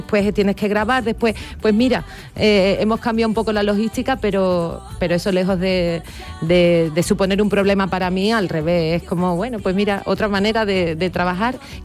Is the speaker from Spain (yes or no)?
yes; Cádiz, Andalusia, Spain; al hablar de Cádiz, al hablar de mi tierra